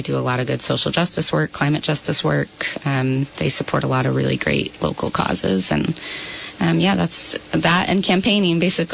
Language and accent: English; Quechee, Vermont, United States; I grew up in Queechee, Vermont. I went to Hartford High School.